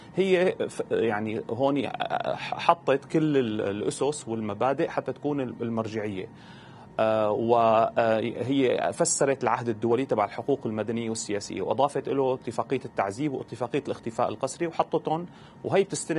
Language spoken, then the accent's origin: Arabic; Syria; هلأ نحن عندنا بسوريا بإشراف وزارة الداخلية